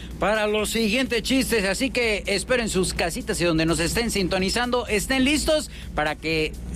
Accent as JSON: {"language": "Spanish", "town": "Acapulco", "region": "Guerrero", "country": "Mexico", "said": "Para los que somos de aquí de Acapulco"}